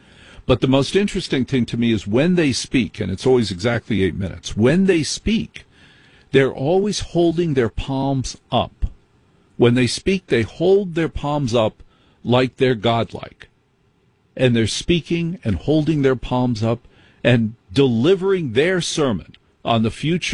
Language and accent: English; New Jersey, United States; I grew up in Jersey. How do we communicate in Jersey?